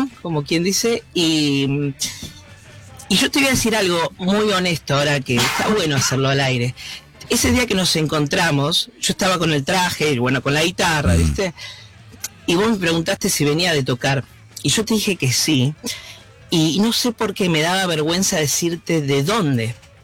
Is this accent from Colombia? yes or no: no; San Miguel, Buenos Aires Province, Argentina; born there; Yo nací en San Miguel.